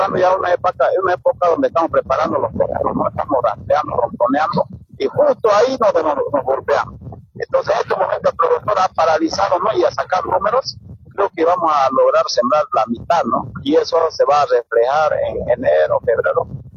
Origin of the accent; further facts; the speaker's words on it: Bolivia; no somos seres de otro lugar ni de otros países, somos de Bolivia mismo y del pueblo mismo